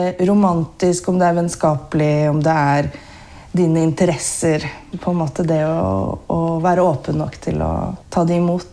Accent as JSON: {"language": "Norwegian", "town": "Geilo", "region": "Buskerud", "country": "Norway", "tie": "born or raised there", "moved": "yes", "lives_now": "Toten, Norway", "said": "jeg kommer fra Hallingdal, da. Jeg kommer fra Geilo, men det hører man ikke så godt heller. Men oppvokst på Geilo, men familien fra Vestlandet, da."}